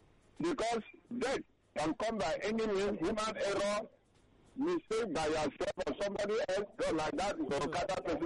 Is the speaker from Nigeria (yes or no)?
yes; Nigeria; I'm a Nigerian. Wherever I find myself, I'm a Nigerian.